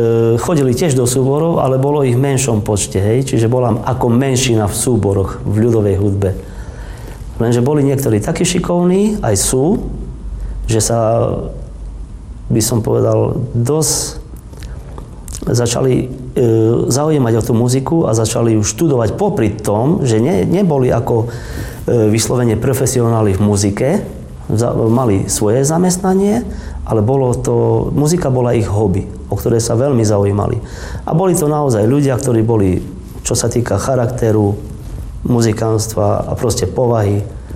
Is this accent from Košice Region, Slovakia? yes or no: yes; Košice, Košice Region, Slovakia; pochádzam z Košic. Moji rodičia pochádzali po obidvoch stranách vlastne z muzikantskej rodiny, či po maminej, či po otcovej strane. Dedo pochádzal z Maďarska